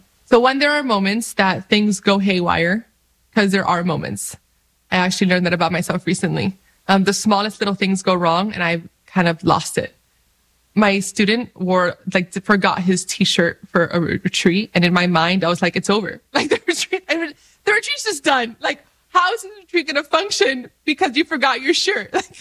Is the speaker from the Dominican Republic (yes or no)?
yes; Dominican Republic; I'm Dominican from the Dominican Republic, but I'm also Arabic. And my grandfather was raised in Bethlehem, you know, where Jesus was born.